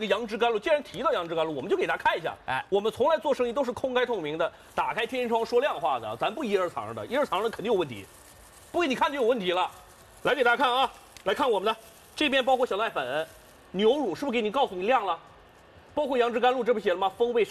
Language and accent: Chinese; China